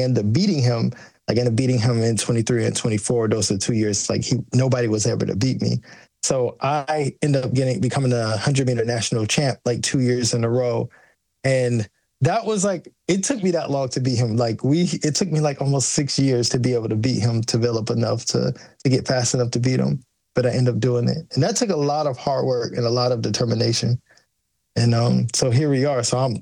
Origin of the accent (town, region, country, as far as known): United States